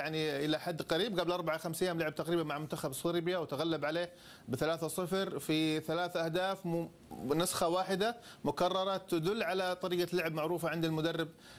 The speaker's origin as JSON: {"language": "Arabic", "country": "Saudi Arabia", "said": "كفريق منافس لنا كسعوديين،"}